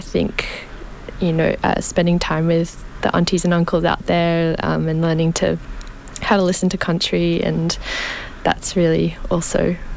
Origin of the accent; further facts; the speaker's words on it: Japan; now in Australia; as well as my hometown in Japan.